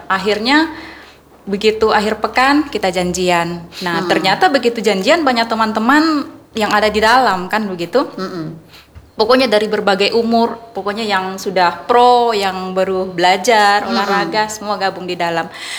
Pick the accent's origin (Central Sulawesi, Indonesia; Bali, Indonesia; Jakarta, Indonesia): Central Sulawesi, Indonesia; saya asli Pantai Barat.